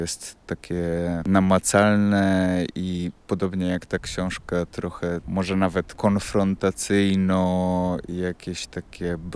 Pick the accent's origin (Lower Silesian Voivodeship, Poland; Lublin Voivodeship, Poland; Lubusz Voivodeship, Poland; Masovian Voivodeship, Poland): Masovian Voivodeship, Poland; Warsaw; born there; we współczesnej Warszawie, która jest zupełnie innym miastem niż etap mojego dorastania, który przypadał na przełom lat 90. i 2000.